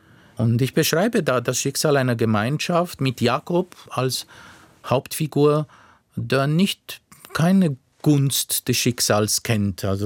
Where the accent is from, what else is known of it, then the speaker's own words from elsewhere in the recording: Timișoara, Timiș County, Romania; es gibt diese ehemals deutschen Dörfer in Rumänien, gegründet im 17. oder im 18. Jahrhundert, rund um meine Heimatstadt Timișoara, eine Geschichte der Migration Richtung Osten.